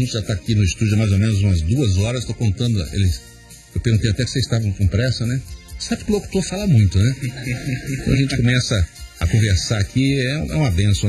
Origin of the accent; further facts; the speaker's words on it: Espírito Santo, Brazil; eu sou capixaba